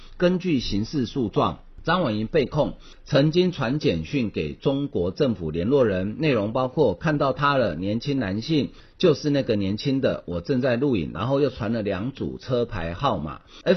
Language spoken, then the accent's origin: Chinese; Taiwan; 我每次去外国，有外国人问到说，知道我是台湾来